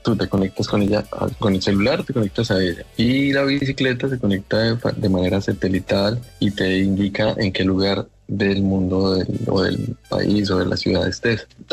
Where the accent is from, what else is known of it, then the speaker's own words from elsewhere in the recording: Colombia; moved away; A todos mis compatriotas colombianos que están en el exterior